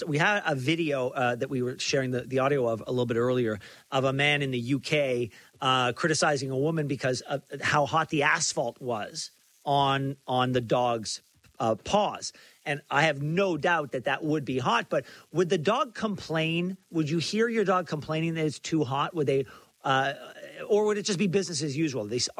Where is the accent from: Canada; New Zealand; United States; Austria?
Canada; because we are Canadian.